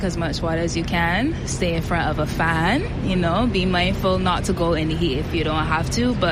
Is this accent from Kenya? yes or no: no; Barbados; It's hot, yeah, but I've experienced hotter because I'm from the tropics, so yeah, exactly.